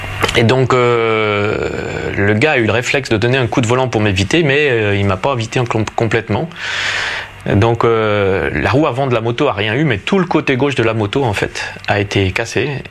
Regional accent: France; now in Switzerland; je suis français, je vis en Suisse

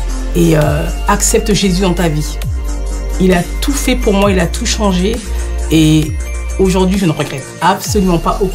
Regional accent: Paris, Île-de-France, France; française d'origine malienne et j'ai grandi à Paris. Et j'ai grandi dans une famille musulmane.

